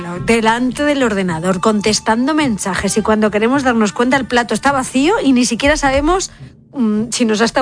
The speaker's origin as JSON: {"language": "Spanish", "country": "Spain", "said": "es verdad que los españoles somos los europeos que menos tiempo dedicamos al almuerzo"}